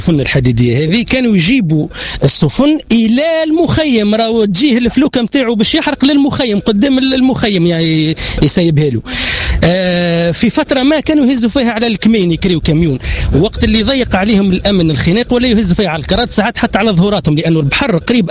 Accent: El Amra, Sfax Governorate, Tunisia; انا ما نجمش مواطن من العامره ما نجمش نتكلم على معتمديه خارج العامره ولا خارج ولايه صفاقس

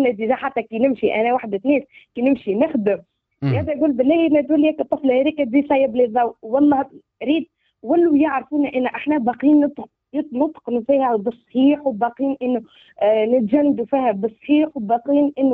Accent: Gafsa Governorate, Tunisia; also born or lived in Metlaoui; now in Sousse, Tunisia; يعني أنا وزميلتي من قفصة.

